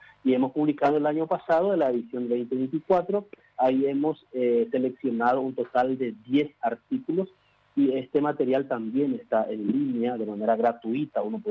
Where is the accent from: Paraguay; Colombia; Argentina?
Paraguay; el guaraní y el castellano, nuestro bilingüismo